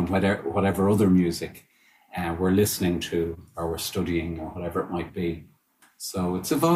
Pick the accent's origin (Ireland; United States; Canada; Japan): Ireland; Dublin, Leinster; I'm not from Donegal. I'm from Dublin.